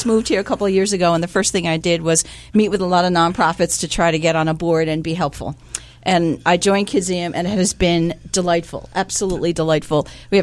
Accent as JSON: {"language": "English", "town": "New York City", "region": "New York", "country": "United States", "tie": "born or raised there", "moved": "yes", "lives_now": "Springfield, United States", "said": "Born and raised, sir. Yep, 10 of us in a 3-bedroom apartment."}